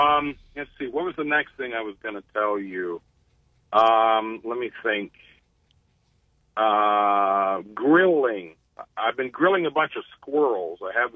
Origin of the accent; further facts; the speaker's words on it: Akron, Ohio, United States; I mean, I grew up in Akron on west, you know, in the west part of Akron right by Fairlawn.